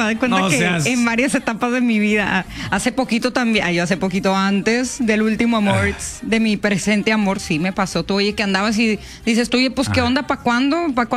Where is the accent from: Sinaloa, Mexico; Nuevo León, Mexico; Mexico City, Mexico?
Nuevo León, Mexico; China; Soy originaria de China, Nuevo León.